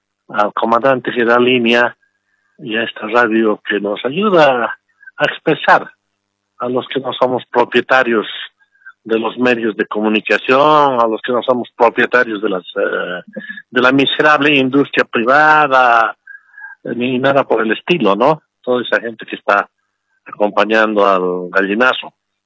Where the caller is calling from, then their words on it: El Alto, La Paz, Bolivia; pero ya no del Alto, te hablo de Cochabamba, de la ciudad.